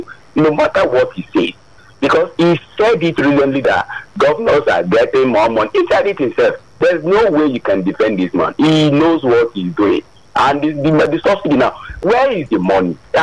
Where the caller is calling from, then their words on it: Ipaja, Lagos, Nigeria; I'm calling from Ipaja.